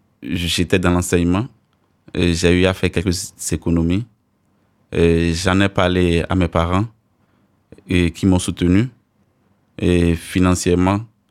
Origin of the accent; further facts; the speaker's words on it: Benin; moved away as an adult; now in Grenoble, France; Contrairement à chez moi au Bénin.